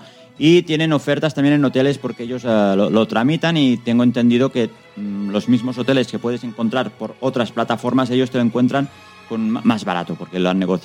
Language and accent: Spanish; Barcelona, Catalonia, Spain; nosotros, que somos de Barcelona